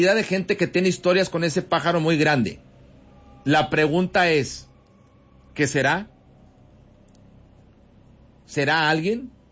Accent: Mexico

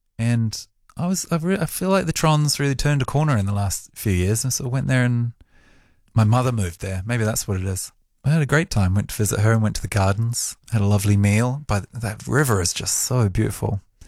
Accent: London, United Kingdom; moved away; I grew up in London as well, so it's like it feels very foreign.

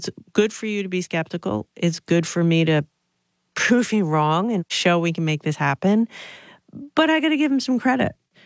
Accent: Rhode Island, United States; I'm from Rhode Island. That's a core thing about who I am. Youngest of three kids, working class Italian-American family.

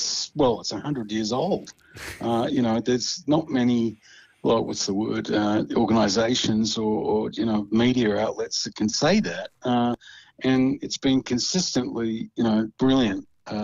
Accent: Western Australia, Australia; also born or lived in Sydney; now in near Tamworth, Australia; I come from Western Australia originally, but it's about as west as it gets.

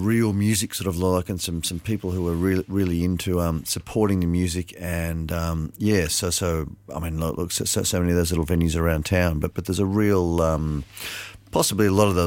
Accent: Port Macquarie, New South Wales, Australia; I grew up in Port Macquarie

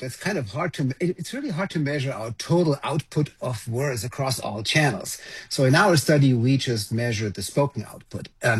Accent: Germany; now in United States; so I'm originally from Germany. I live in the United States, and my family is all over there.

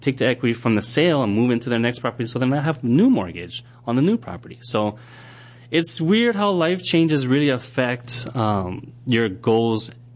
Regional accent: Kaneohe, Hawaii, United States; born or raised there

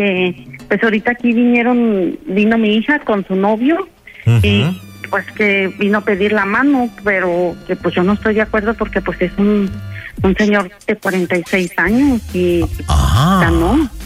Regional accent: Celaya, Guanajuato, Mexico; now in Dallas, United States; Soy originaria de Celaya, Guanajuato.

